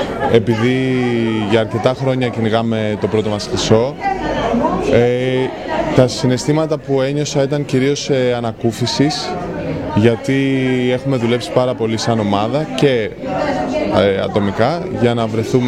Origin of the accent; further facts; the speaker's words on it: Chios, North Aegean, Greece; όπως η Χίος με παρακολουθεί, έτσι και εγώ παρακολουθώ τη Χίο. Αγαπώ πάρα πολύ τον τόπο μου.